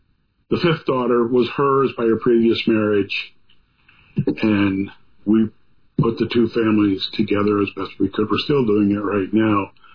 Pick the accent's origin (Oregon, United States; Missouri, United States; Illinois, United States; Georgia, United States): Illinois, United States; Loves Park; I went to my hometown, Loves Park, and another high school friend of mine owned a physical fitness center.